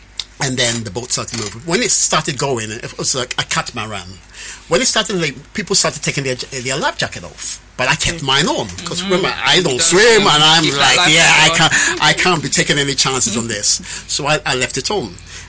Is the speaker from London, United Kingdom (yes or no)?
yes; London, United Kingdom; I grew up in Tottenham, right? I grew up in Tottenham.